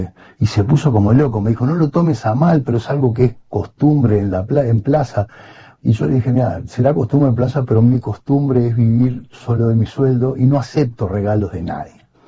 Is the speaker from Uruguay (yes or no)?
yes; Uruguay; me ofende a mí como uruguayo